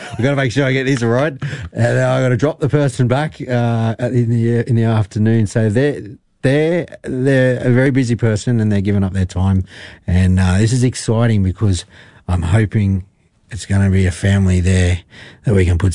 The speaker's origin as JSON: {"language": "English", "region": "New South Wales", "country": "Australia", "said": "I'm from New South Wales."}